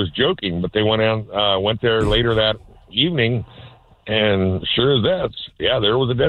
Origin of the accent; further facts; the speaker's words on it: Federal Way, Washington, United States; I grew up primarily in Federal Way, exactly one half a block from Ski Lake